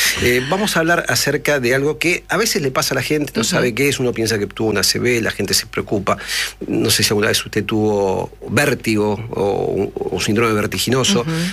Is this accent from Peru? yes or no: no; Argentina; Bueno, somos creativos los argentinos.